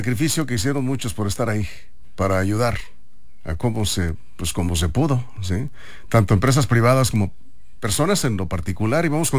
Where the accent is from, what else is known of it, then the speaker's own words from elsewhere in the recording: Sinaloa, Mexico; nos duele, porque somos sinaloenses y porque somos solidarios